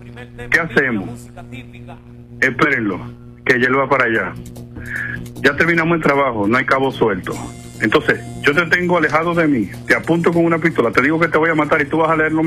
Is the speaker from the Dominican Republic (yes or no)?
yes; Dominican Republic; also born or lived in Japan; Soy dominicano, graduado en Japón